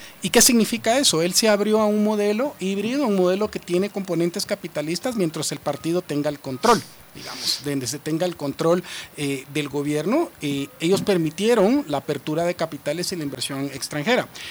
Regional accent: Guatemala; nosotros como guatemaltecos

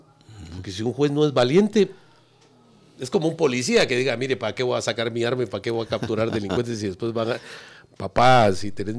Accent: Guatemala; como los guatemaltecos, por ser la Capitanía General, somos apenados por naturaleza

